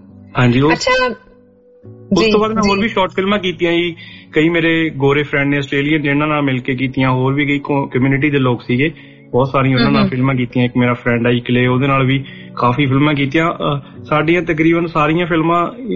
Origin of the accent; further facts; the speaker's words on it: Poola, Punjab, India; also born or lived in Cairns; now in Melbourne, Australia; ਮੈਂ ਐਕਚੁਅਲੀ ਪੰਜਾਬ ਤੋਂ ਬਠਿੰਡਾ ਜ਼ਿਲ੍ਹੇ ਤੋਂ ਹਾਂ ਜੀ। ਮੇਰਾ ਪਿੰਡ ਪੂਲਾ ਬਠਿੰਡੇ ਦੇ ਬਿਲਕੁਲ ਨਜ਼ਦੀਕ